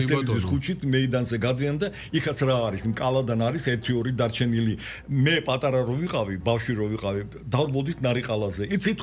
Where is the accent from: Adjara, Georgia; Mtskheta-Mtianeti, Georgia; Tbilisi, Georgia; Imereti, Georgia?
Tbilisi, Georgia; born there